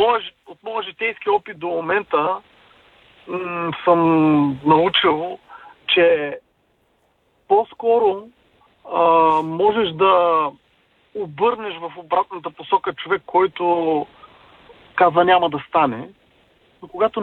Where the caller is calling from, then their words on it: Varna, Varna Province, Bulgaria; от Варна.